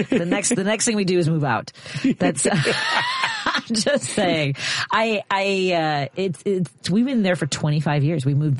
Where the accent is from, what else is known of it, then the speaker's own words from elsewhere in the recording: Chicago, Illinois, United States; I grew up in Norwood, yeah, but okay. I grew up in a one bedroom apartment above what was a paint, when we moved in, it was a paint store